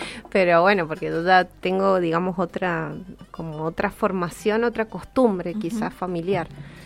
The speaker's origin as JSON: {"language": "Spanish", "region": "Mendoza", "country": "Argentina", "said": "Mira que nosotros, como mendocino, me considero también parte del público difícil."}